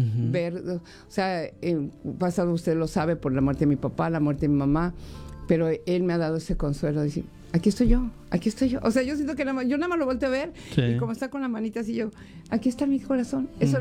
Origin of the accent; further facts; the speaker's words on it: Mexico City, Mexico; moved away as an adult; also born or lived in La Paz, Baja California Sur; Yo soy de la Ciudad de México y me fui a estudiar a La Paz, Baja California.